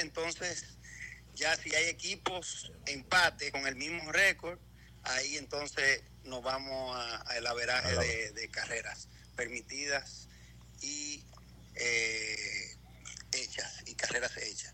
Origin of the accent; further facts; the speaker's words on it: Mao, Valverde, Dominican Republic; born there; todo mi pueblo de Mao.